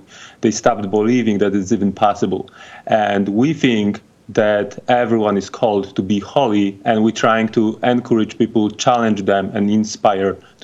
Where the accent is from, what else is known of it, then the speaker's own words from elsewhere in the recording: Poland; moved away as an adult; now in Chicago, United States; So I was born and raised Catholic. I'm from Poland, and I moved to the USA 9 years ago.